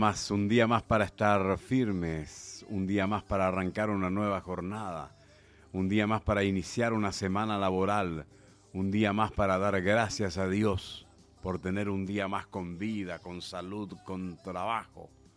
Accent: Paraguay; Somos conformistas los paraguayos.

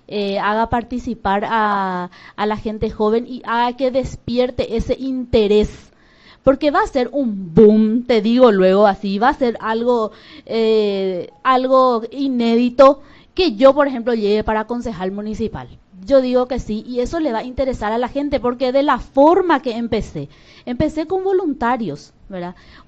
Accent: Pedro Juan Caballero, Amambay, Paraguay; nacida y criada en Pedro Juan Caballero

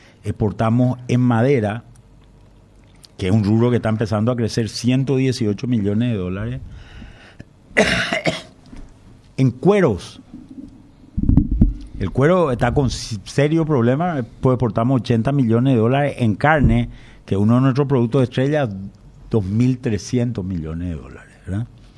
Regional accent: Paraguay

